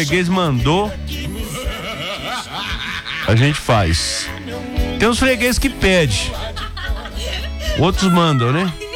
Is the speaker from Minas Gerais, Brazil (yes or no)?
yes; Ponte Nova, Minas Gerais, Brazil; moved away as an adult; now in Santa Bárbara, Brazil; Você sabe que eu sou da cidade de Ponte Nova, nascido na cidade de Ponte Nova. Nasci na cidade de Ponte Nova, até os 20 anos eu fiquei lá em Ponte Nova, depois fui para Santa Bárbara, né? Hoje com 47 anos, tem mais tempo de Santa Bárbara do que de Ponte Nova, mas eu gosto demais da cidade de Ponte Nova.